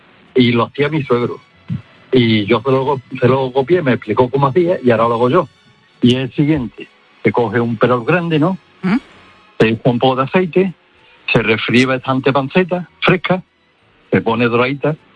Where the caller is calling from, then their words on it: Morón de la Frontera, Andalusia, Spain; yo soy paisano de Naranjo, soy de Morón de la Frontera